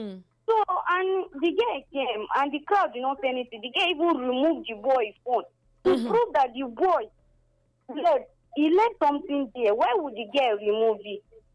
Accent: Benin; English is a second language; I'm from Benin.

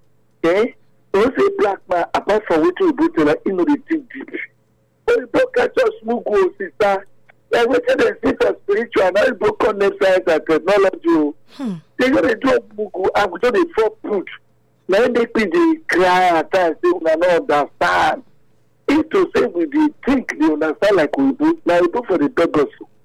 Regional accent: Nigeria; I'm from Tekuna, Nigeria.

